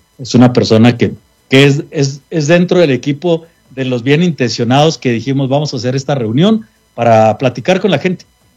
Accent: Chihuahua, Mexico; para los que somos de Chihuahua

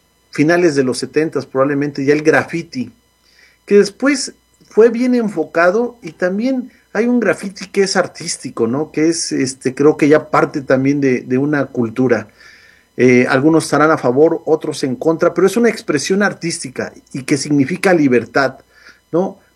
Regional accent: Zacatepec, Morelos, Mexico; moved away; de donde soy originario, el Zacatepec

